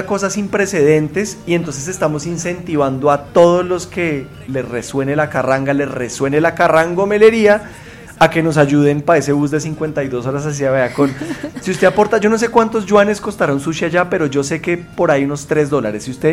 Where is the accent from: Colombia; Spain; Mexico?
Colombia; soy muy despistado y dejo todo para el final, así como buen colombiano.